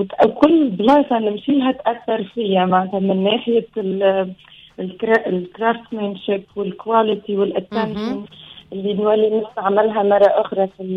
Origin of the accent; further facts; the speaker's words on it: Tunisia; انا تونسيه وننتمي لتونس ونقعد ديما بين تونس